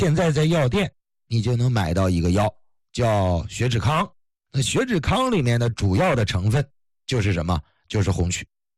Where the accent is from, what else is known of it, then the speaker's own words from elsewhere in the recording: China; 咱们内地人呢到西藏容易出现一个事儿，叫高原反应。